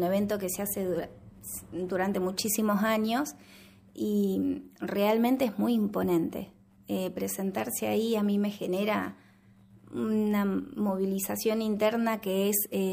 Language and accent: Spanish; Ramallo, Buenos Aires Province, Argentina; del pueblo donde vivo, donde me crié